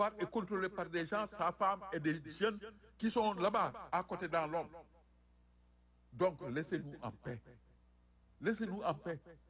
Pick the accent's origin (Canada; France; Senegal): Senegal; Mais c'est insignifiant, nous sommes tous du Sénégal.